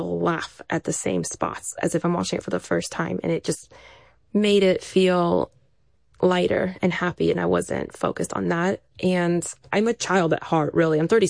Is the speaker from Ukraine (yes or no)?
yes; Ukraine; my home country, where I was from, where I have dreams of still meeting my birth family and seeing with adult eyes where I come from, where I grew up